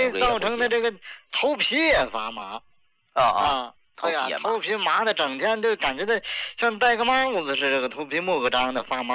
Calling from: Tianjin, China; 哎，张老师你好，我是天津的。

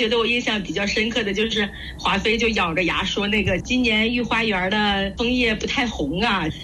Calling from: Baoding, Hebei, China; 我们保定这边

